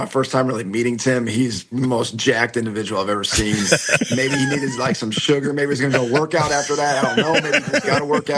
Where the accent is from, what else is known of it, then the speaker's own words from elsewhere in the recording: United States; moved away; to be able to come back to my home state, you know, my parents' alma mater, a place I grew up